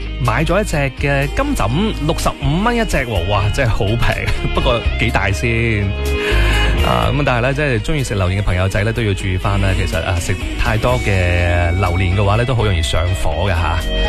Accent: Guangdong, China

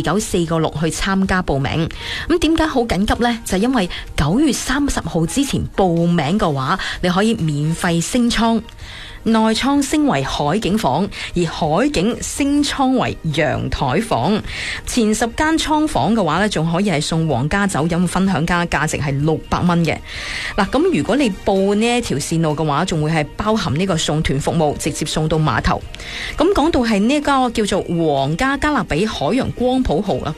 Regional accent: Foshan, Guangdong, China; 咁仲有，对于我们佛山人来讲，食是最为之紧要的。

